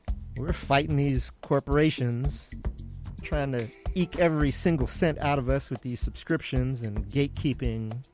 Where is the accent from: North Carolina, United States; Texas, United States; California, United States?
Texas, United States; also born or lived in Aruba; I was raised in Texas. I'm a very Americanized individual.